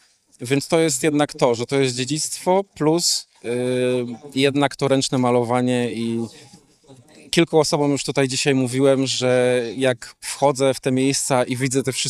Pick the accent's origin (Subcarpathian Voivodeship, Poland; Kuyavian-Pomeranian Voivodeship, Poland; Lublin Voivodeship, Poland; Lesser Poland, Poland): Kuyavian-Pomeranian Voivodeship, Poland; Włocławek; urodziłem się we Włocławku, wychowywałem się na Zazamczu, a po drugie to jest jednak po pierwsze wielki kawał historii naszego miasta